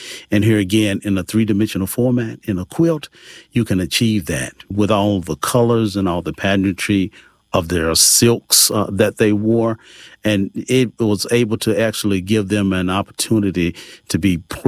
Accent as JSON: {"language": "English", "town": "Hopkinsville", "region": "Kentucky", "country": "United States", "tie": "born or raised there", "said": "I grew up in Hopkinsville, Kentucky."}